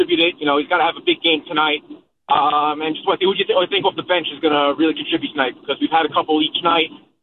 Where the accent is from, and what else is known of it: Commack, New York, United States; born there